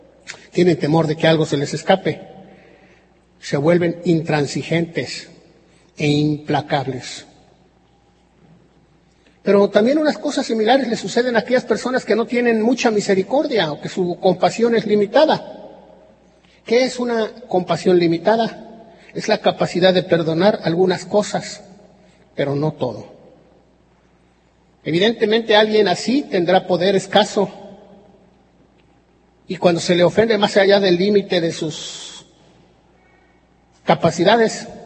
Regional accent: San Luis Potosí, Mexico; moved away; allá de donde yo soy, en San Luis Potosí

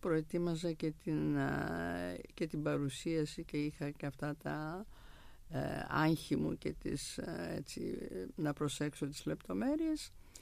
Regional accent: Thessaloniki, Central Macedonia, Greece; born or raised there

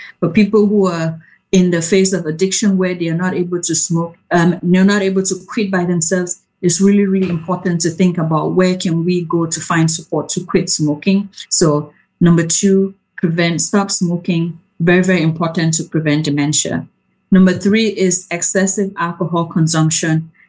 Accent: Cameroon; moved away; I come from Cameroon and soccer is a big thing

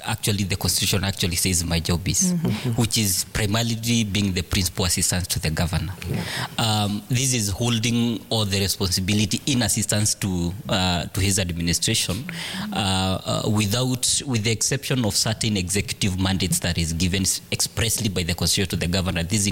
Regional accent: Murang'a County, Kenya; I come from the lower side of Muranga. I come from Katanga constituency.

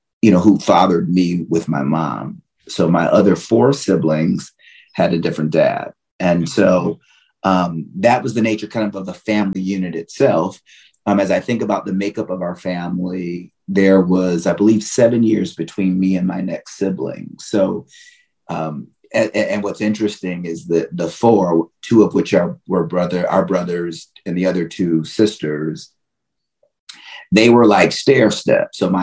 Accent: Middletown, Connecticut, United States; But I was born in Middletown, like I said, to a family where I was the youngest of five. At the time of my upbringing, we were in what would be considered low income housing in a place called Long River Village.

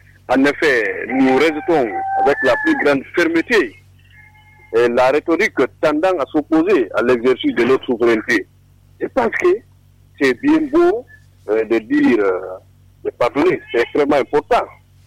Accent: Guinea; Et de toute façon, nous sommes des Guinéens.

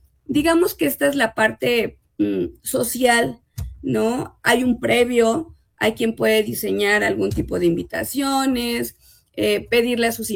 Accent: Mexico; Como buenos mexicanos y mexicanas

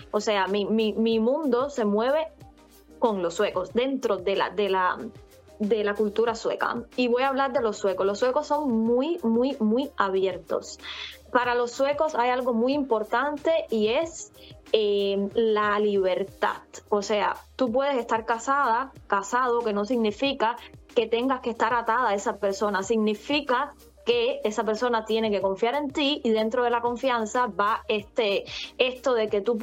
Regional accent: Cuba; first language Spanish; now in Sweden; yo soy hispana, y, o sea, mi idioma es el español, el castellano, ¿por qué no hablar español si estoy en mi tiempo libre? O sea, esto es parte de mi tiempo libre, esto tiene que ser para relajarme, para pasarlo bien. Y entonces empecé con esa página de TikTok

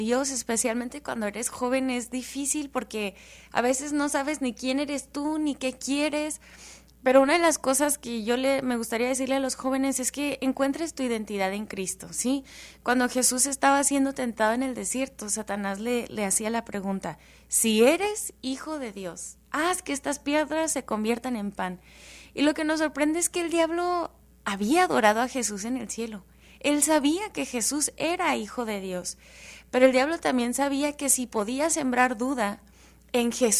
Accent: El Paso, Texas, United States; Yo soy de aquí, de El Paso, Texas. Aquí nací y aquí he crecido, y aunque mucha gente se quiere ir a otras ciudades grandes, a mí me encanta mi ciudad, yo amo mi ciudad del Paso.

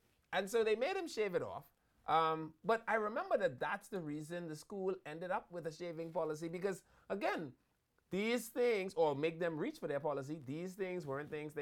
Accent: Auckland, New Zealand; You know, I'm from Auckland.

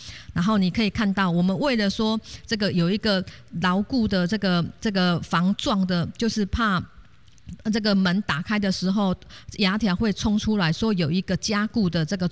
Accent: Taiwan; 我们台湾人

